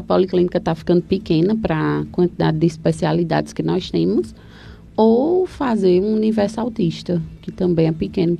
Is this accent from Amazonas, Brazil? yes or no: no; São Paulo, Brazil; now in Toritama, Brazil; Sou de São Paulo, mas moro aqui há muitos anos.